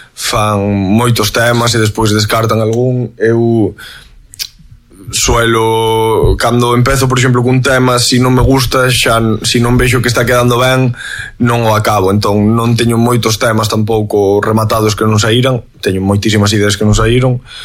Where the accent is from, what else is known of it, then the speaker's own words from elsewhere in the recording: Galicia, Spain; son galego, falo galego, fai música en galego.